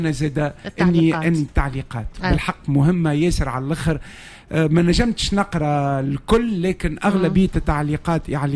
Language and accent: Arabic; Tunisia; اللي عندنا في تونس